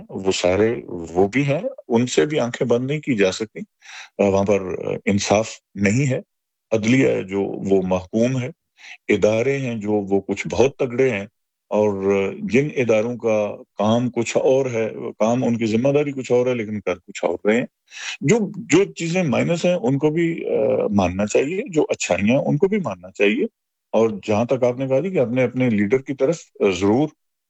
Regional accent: Pakistan

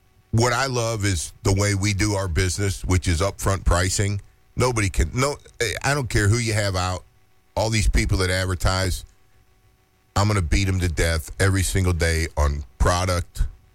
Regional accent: St. Louis, Missouri, United States; moved away as an adult; I'm a St. Louis guy. Right. So, born in 1960, if you want to get a fake ID, there you go. And lived there for 27 years. And that's, I mean, that's where I grew up.

